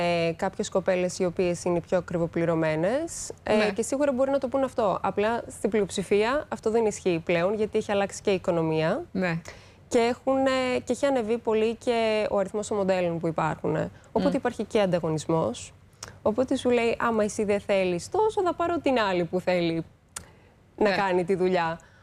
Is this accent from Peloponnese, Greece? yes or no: no; Veria, Central Macedonia, Greece; moved away as an adult; now in New York, United States; Γεννήθηκα στη Βέρεια